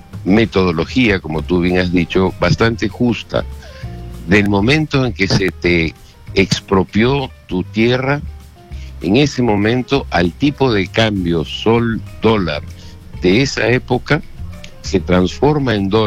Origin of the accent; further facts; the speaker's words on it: Peru; como somos parientes peruanos